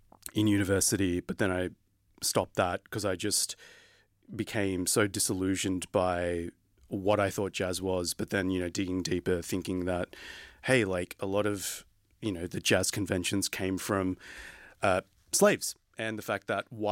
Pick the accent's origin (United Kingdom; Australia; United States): Australia; Western Sydney, New South Wales; moved away as an adult; also born or lived in Berlin; I'm from the West. Like, come on. Sorry, Shadow of the Blue Mountains. You know, birthplace